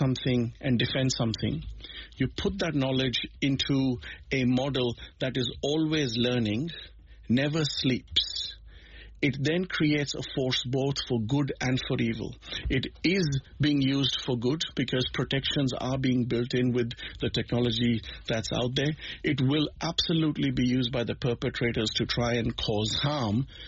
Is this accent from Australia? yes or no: yes; Australia; being an Australian citizen myself